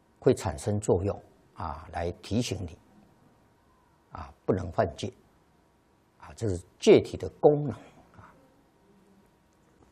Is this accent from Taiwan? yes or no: no; China